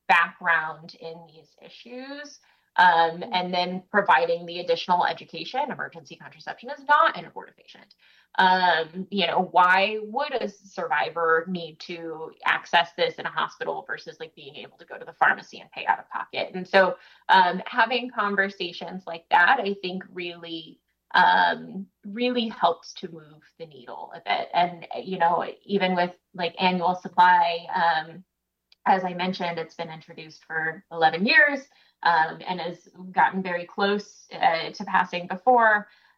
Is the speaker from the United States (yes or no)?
yes; Missouri, United States; born there; also born or lived in Washington, District of Columbia, United States; It was time after 5 years for me to come back home and hopefully make change in my home state